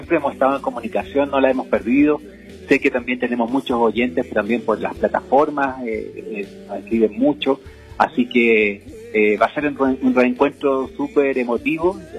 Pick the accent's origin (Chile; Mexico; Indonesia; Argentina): Chile; moved away